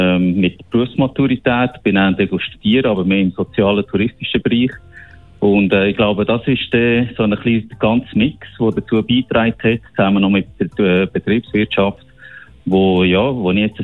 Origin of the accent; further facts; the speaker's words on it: Solothurn, Switzerland; now in Aargau, Switzerland; Ja, das gehört man, glaube ich, an meinem Dialekt. Ich sage es eigentlich immer so, ich bin der Solothurner, der mit meiner Familie in Aargau wohnt und jetzt in Zürich arbeitet.